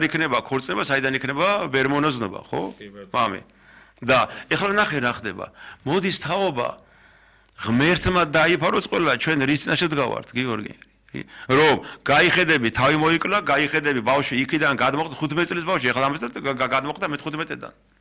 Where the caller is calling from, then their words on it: Mtskheta-Mtianeti, Georgia; ეხა მე ხევსური ვარ